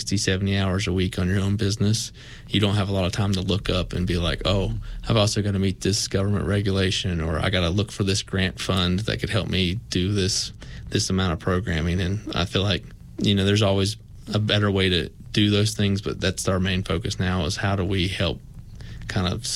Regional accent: Meadowview, Virginia, United States; And my relationship with Abingdon as I grew up was transactional. You know, I was a kid from Medview. I wasn't from Abingdon

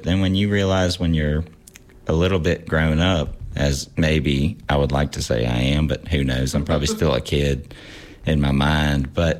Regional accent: Clifton Forge, Virginia, United States; And that's what it was like growing up in Clifton Forge.

